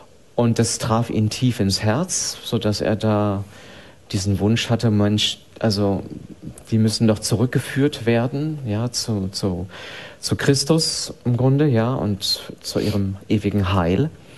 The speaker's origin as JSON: {"language": "German", "region": "Bremen", "country": "Germany", "tie": "born or raised there", "said": "Ja, also ich bin in einem katholischen Elternhaus aufgewachsen. Ich bin in Bremen aufgewachsen, und zwar, das ist ja bekanntermaßen eher protestantisch beziehungsweise jetzt höchst säkular geprägt heutzutage."}